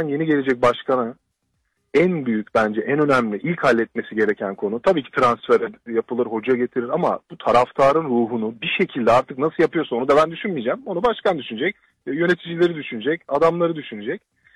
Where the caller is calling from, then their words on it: Istanbul, Turkey; abi İstanbul'dan.